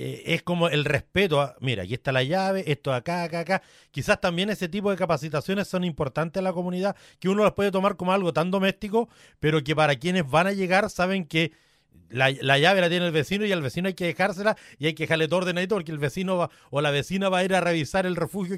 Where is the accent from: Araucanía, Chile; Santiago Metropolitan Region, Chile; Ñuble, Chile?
Araucanía, Chile; yo soy sureño y en el sur se estilaba mucho para el lado de Curacautín, Villarrica, para toda la zona de la Araucanía, de donde soy oriundo